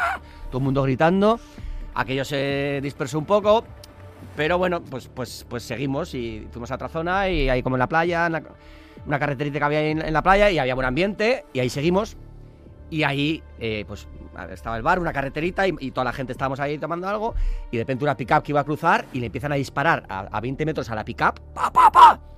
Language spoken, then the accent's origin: Spanish; San Sebastián, Basque Country, Spain; O sea, yo soy de Donosti, soy hombre de mar, o sea, yo he nadado toda mi vida.